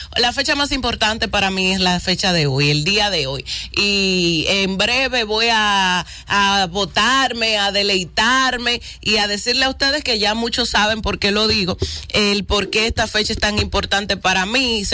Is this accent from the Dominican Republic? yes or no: yes; Cibao, Dominican Republic; somos cibaeños.